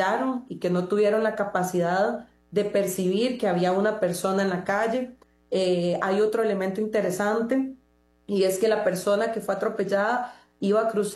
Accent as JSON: {"language": "Spanish", "country": "Costa Rica", "said": "qué puedo hacer yo hoy como costarricense"}